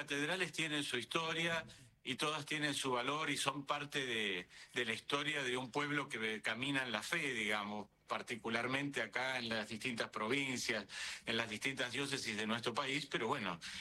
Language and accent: Spanish; Bahía Blanca, Buenos Aires Province, Argentina; No, yo soy de Bahía Blanca.